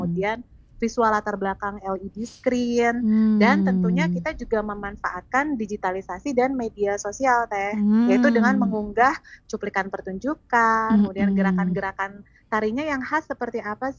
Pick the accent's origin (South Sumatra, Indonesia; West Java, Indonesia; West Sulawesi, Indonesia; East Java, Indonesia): West Java, Indonesia; karena ini kan salah satu jati diri kita ya sebagai warga Jawa Barat gitu, sebagai